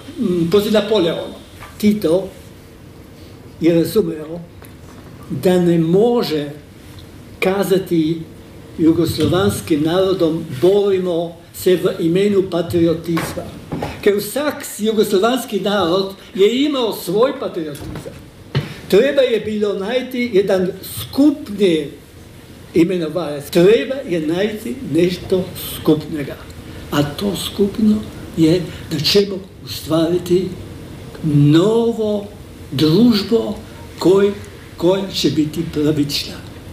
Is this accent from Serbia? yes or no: no; Slovenia; Serbian is a second language; Pa, znate, ja sam naravno Slovenac i slovenački patriot.